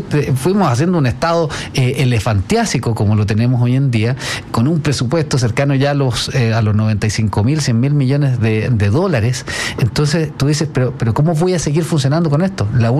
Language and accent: Spanish; Santiago, Santiago Metropolitan Region, Chile; yo soy nacido y criado en la Estación Central. Entonces me tocó vivir desde 1983